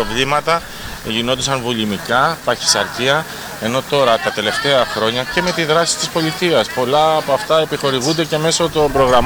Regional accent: Xylokastro, Peloponnese, Greece; εγώ ήμουν φοιτητής στο χωριό μου, στο Ξυλόκαστρο.

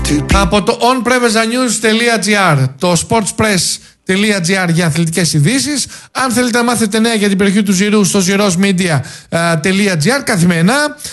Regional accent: Greece; δεν είμαι Παναθηναϊκός, αλλά σαν Έλληνας

